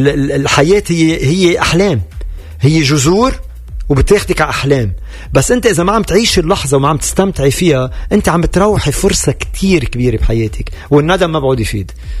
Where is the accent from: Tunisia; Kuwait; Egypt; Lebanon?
Lebanon; يعني أنا لبناني, واللي عم نعيشه من وقت ما خلقت أنا بلبنان بالحروب اللبنانية وكل القصص